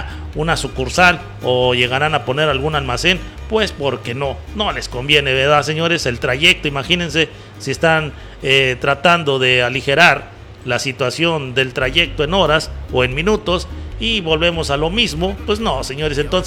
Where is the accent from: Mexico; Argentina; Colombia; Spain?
Mexico; Huasteca; de allá de donde es la estación, somos de la Huasteca, amigo